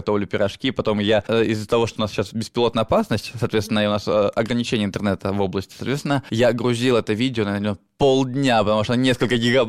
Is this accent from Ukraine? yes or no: no; Sebezh, Pskov Oblast, Russia; А Себеж я объяснял, что это граница Беларуси, России и Латвии. И мне говорили, а ты откуда? С Беларуси, с Латвии или с Россией? Я говорю, блин, соответственно.